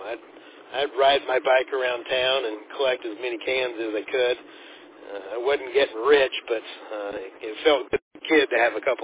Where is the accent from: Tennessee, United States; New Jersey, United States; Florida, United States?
Tennessee, United States; moved away; as a kid, I was growing up in Tennessee